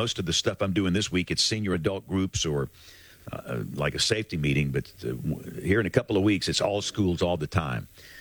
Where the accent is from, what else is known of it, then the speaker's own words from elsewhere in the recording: Greenville, Alabama, United States; now in Birmingham, United States; where I'm from Greenville originally